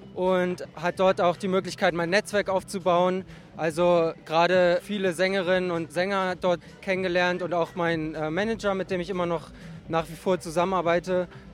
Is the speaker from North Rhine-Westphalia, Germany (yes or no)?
no; Hamburg, Germany; also born or lived in England; 27 Jahre aus Hamburg